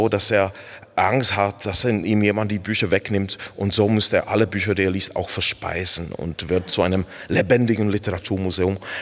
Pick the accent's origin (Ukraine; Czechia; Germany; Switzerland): Czechia; wir Tschechen und Österreicher